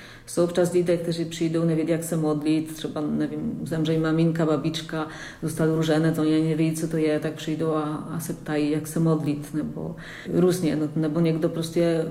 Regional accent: Poland; now in Czech Republic; A tím, že je také už méně povolání, tak jsme všichni z Polska.

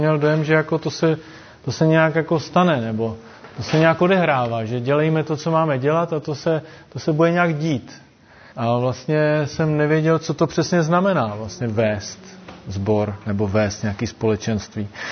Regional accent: Brno, South Moravian Region, Czechia; Jsem původně z Brna

